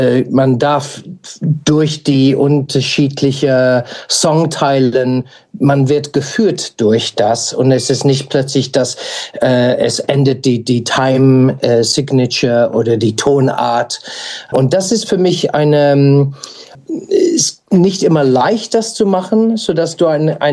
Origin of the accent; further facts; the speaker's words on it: United Kingdom; German is a second language; Und das bedeutet für mich auch die Text als Brite natürlich englischsprachige Text ist etwas, das ich höre sehr gerne zu.